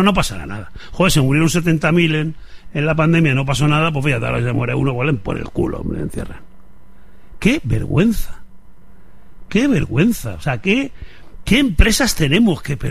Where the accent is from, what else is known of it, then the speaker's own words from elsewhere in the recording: Spain; la zona pues del Valle del Tietar, donde roza mi pueblo también, se arrasó